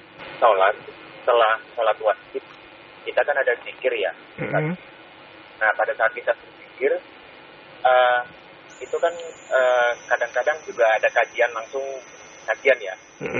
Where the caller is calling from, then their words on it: Jakarta, Indonesia; Ya, izin saya dari Jakarta.